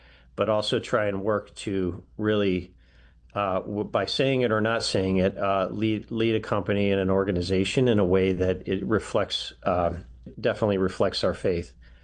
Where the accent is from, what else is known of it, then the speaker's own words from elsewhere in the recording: Michigan, United States; moved away as an adult; now in Boise, United States; I grew up in Michigan in a church-going family, and I attended Catholic schools for most of my grown-up years. Went to college and grad school in Michigan, and then eventually made it my way west.